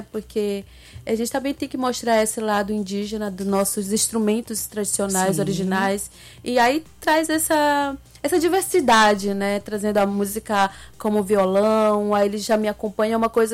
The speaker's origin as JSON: {"language": "Portuguese", "region": "Amazonas", "country": "Brazil", "first_language": "Ticuna", "second_language": "Portuguese", "said": "Eu sou do Amazonas."}